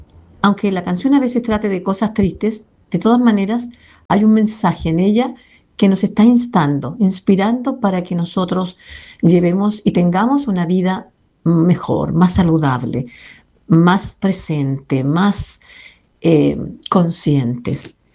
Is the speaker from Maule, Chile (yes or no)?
yes; Talca, Maule, Chile; born there; now in Quillota, Chile; de acá de Quillota, y que nací en Talca, sí, claro, pero ahora estoy en Quillota hace como 20 años.